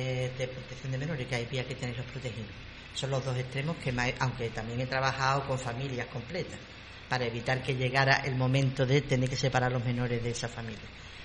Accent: Cádiz, Andalusia, Spain; born there; now in Sanlúcar de Barrameda, Spain; Yo nací en Cádiz.

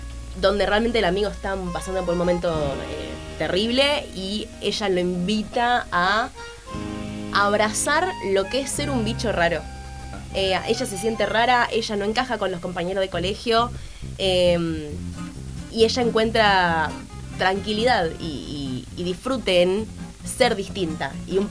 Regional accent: Argentina; sentimos como humanos argentinos la necesidad de revisitarla

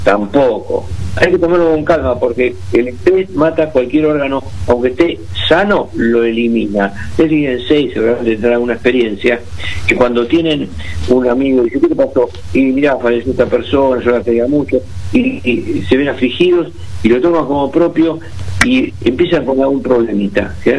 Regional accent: Italy; moved away; En el pueblo donde yo crecí en Italia

